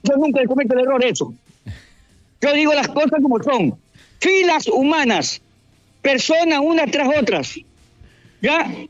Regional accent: Ecuador; Técnicos ecuatorianos hay. Aquí hay que darle oportunidades a ellos. Lo que pasa es que aquí que hablan como argentinos, que hablan a los colombianos, que hablan a los venezolanos, que hablan a tantos países. Y a los nuestros no lo podemos considerar.

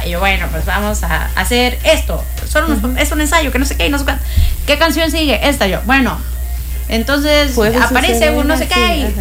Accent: Venezuela; moved away as an adult; also born or lived in Brazil; now in Cancún, Mexico; Llevo yo dando clases de canto desde el año 2006 en Venezuela. Yo soy de Venezuela. Llegué a Cancún en el año 2015.

